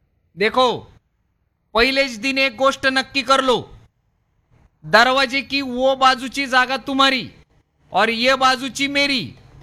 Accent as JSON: {"language": "Marathi", "town": "Satara", "region": "Maharashtra", "country": "India", "said": "अरे मी साताऱ्याचाच रे बाबा"}